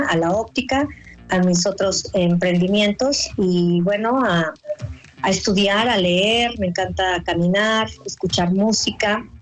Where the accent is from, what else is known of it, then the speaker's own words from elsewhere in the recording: Puebla, Mexico; yo soy una mujer poblana, tengo 53 años